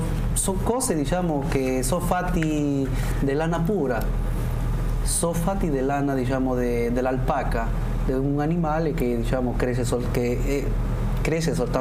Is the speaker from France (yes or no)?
no; Lima, Peru; Italian is a second language; moved away; anch'io che sono di Lima